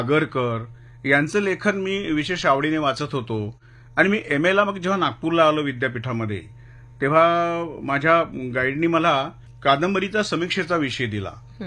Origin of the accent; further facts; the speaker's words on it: Gadchiroli, Maharashtra, India; तर ते झालं असं की मी मूळचा गडचिरोलीचा, तिथं आदिवासी बहुल असा तो आमचा प्रांत आहे.